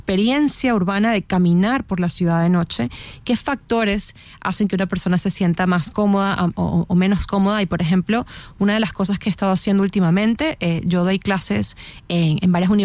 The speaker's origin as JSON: {"language": "Spanish", "town": "Caracas", "region": "Capital District", "country": "Venezuela", "tie": "born or raised there", "said": "yo soy de Venezuela y en Venezuela empecé a estudiar la importancia de la noche como espacio para socializar, ¿no? Habiendo crecido en Caracas"}